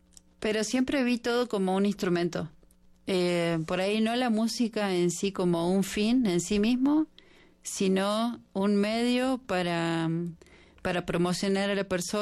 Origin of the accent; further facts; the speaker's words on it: Argentina; yo soy muy amiguera y familiera, entonces, como buena argentina.